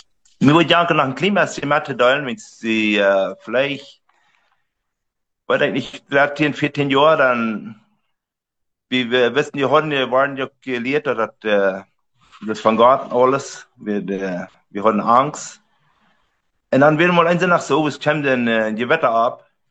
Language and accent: German; Riva Palacio, Santa Cruz, Bolivia; also born or lived in Mexico; Und wir sind, ich bin in Mexiko geboren und dann sind wir in Bolivien gekommen, 70. Und dann sind ich in der Knie abgewachsen, in den Riva Palacio Knie, bei den Vrechas, 8 Vrecha, da sind ich wirklich ganz abgewachsen.